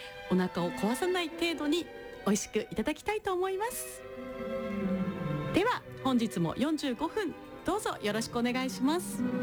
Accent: Yamagata, Japan; now in Tokyo, Japan; 私のふるさと山形ではさくらんぼの季節です。

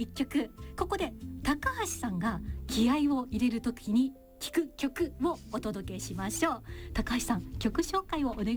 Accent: Kagoshima, Japan; 私たちあの鹿児島から来てるんですけども

